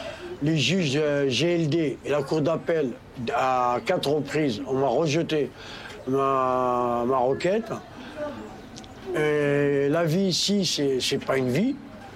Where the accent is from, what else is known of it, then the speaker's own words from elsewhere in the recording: France; pourtant je suis français. Toute ma famille sont françaises.